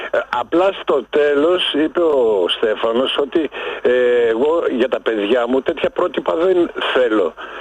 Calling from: Germany; από Γερμανία.

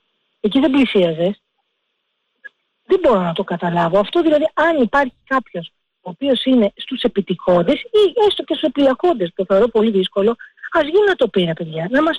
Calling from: Greece; γιατί είμαι Ελληνίδα

